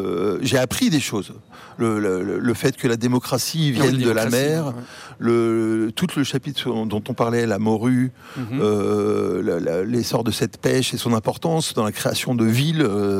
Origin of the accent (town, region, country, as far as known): Martinique, France; born or raised there